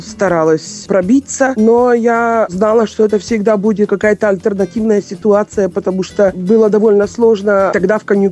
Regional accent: Kyiv, Ukraine; born there; now in Prague, Czech Republic; Я родилась в Киеве в семье служащих. Мама и папа инженеры.

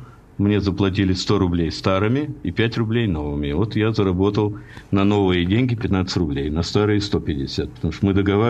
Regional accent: Astrakhan, Astrakhan Oblast, Russia; moved away; у меня, имею в виду Астрахани, в семье была не очень здоровая обстановка. Ну, и по этой причине я решил из Астрахани уехать от родных.

